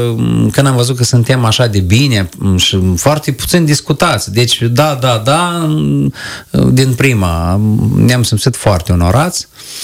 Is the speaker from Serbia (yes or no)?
no; Briceni, Briceni District, Moldova; eu nu sunt din Lozova, eu sunt din Briceni